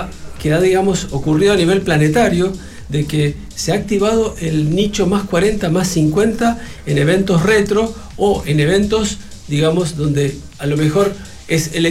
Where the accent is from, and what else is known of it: Argentina